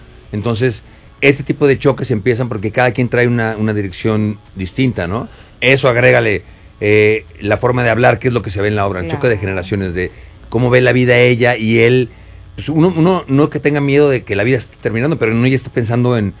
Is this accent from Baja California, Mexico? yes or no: no; Querétaro, Mexico; yo invité gente en Querétaro, yo soy de Querétaro, invité gente, mis primos que son de mi edad